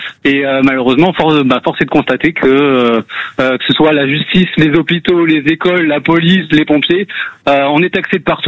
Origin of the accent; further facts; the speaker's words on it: Provence-Alpes-Côte d'Azur, France; Est-ce que bien dans le sud, moi je suis des Alpes-Maritimes.